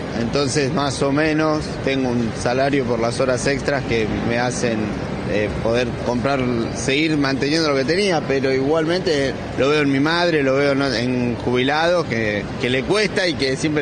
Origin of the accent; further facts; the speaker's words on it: Berazategui, Buenos Aires Province, Argentina; De Berazategui y trabajo en una empresa de logística.